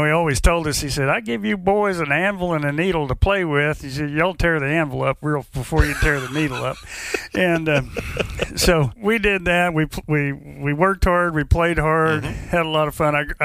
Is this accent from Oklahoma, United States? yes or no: yes; Tuttle, Oklahoma, United States; I grew up in Tuttle, Oklahoma.